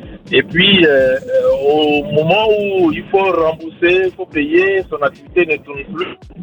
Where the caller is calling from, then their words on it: Abidjan, Côte d’Ivoire; moi je suis à Abidjan